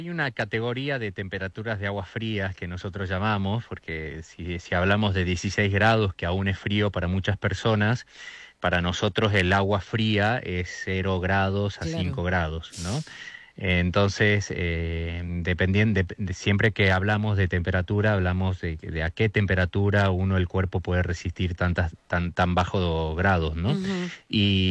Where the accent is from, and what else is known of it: Argentina